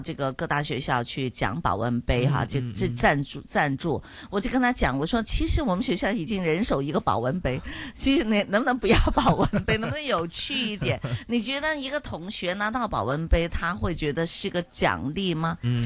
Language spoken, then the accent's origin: Chinese; China; 对呀，以前的其实以前的老师还有家访的。好，我在内地成长了，所以老师经常突然间就跑来你家家访。